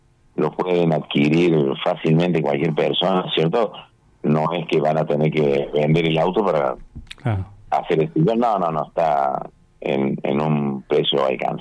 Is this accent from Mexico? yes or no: no; Argentina; al margen de que cada uno haya nacido en distintas provincias, somos todos argentinos.